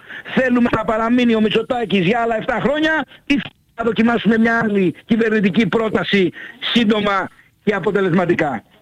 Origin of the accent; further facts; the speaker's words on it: Kefalonia, Ionian Islands, Greece; νιώθω τεράστια υπερηφάνεια ως Κεφαλονίτης